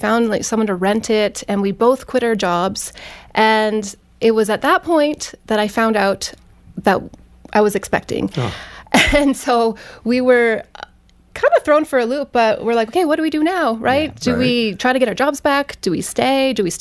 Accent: Edmonton, Alberta, Canada; Oh, I grew up in Edmonton, Alberta, which is the capital, and I grew up in a, you know, typical Christian middle-class family, and I had a pretty good life

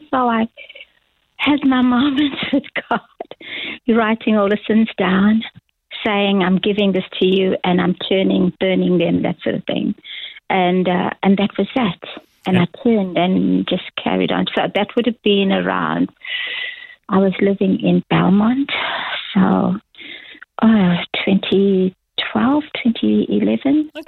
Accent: Durban, KwaZulu-Natal, South Africa; I was born in Durban in 1958, uh-huh. And that's where I was raised, yeah.

